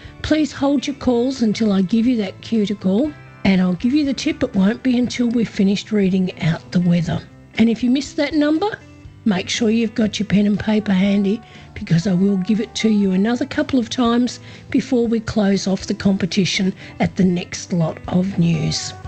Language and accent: English; Horsham, Victoria, Australia; I'm broadcasting out of my hometown of Horsham, and we're situated in Western Victoria.